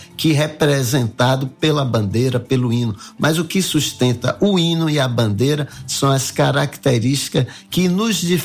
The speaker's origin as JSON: {"language": "Portuguese", "country": "Brazil", "said": "Somos brasileiros"}